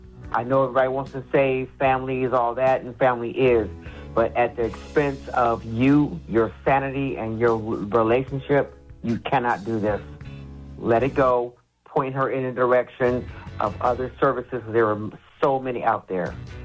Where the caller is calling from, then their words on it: Akron, Ohio, United States; I'm calling from Akron, Ohio.